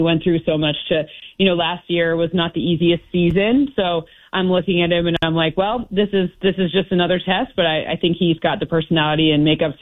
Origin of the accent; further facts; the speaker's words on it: Midwest, United States; I'm a Midwesterner.